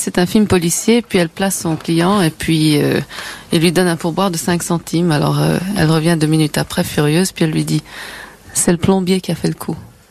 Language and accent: French; Switzerland; Oh, mais ça, c'est parce que je suis suisse.